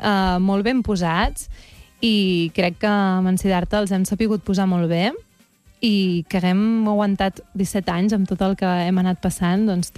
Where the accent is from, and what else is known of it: Castelló d'Empúries, Catalonia, Spain; born or raised there; also born or lived in Roses